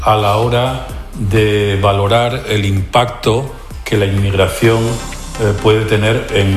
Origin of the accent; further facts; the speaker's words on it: Asturias, Spain; la opinión que los asturianos tenemos acerca de la inmigración